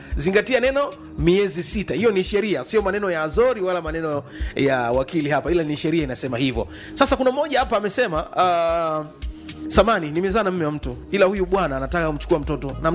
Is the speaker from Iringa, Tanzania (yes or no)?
yes; Kipera, Iringa, Tanzania; natoka Iringa kijijini, kijiji cha Kipera kata ya Nzihi.